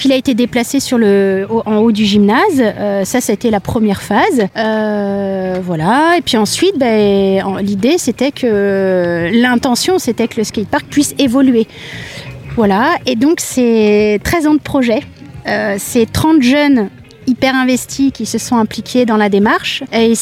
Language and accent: French; Paris, Île-de-France, France; also born or lived in Nantes / Grenoble / Lyon; Moi je suis née à Nantes, j'ai passé mon adolescence après à Paris, en région parisienne, puis à Grenoble, Lyon